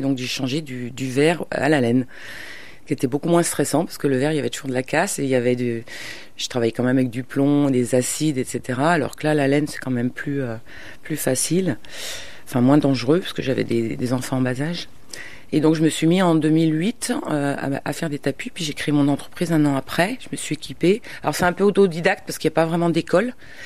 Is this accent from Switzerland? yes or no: no; Saint-Étienne, Auvergne-Rhône-Alpes, France; also born or lived in London / Provence; je suis originaire de Saint-Étienne, mais j'ai vécu à Londres et puis je me suis retrouvée en Provence pendant 20 ans